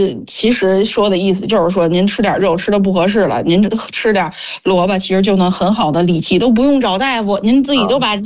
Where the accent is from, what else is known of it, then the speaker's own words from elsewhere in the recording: Beijing, China; 咱老北京